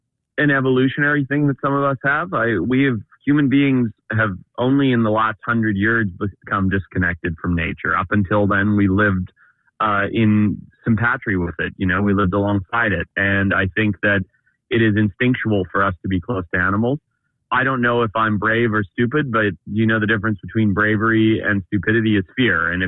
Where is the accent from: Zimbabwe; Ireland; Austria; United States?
Zimbabwe; I grew up in Zimbabwe. My family ran safari businesses. I learned to track wildlife and work with animals when I was 6 years old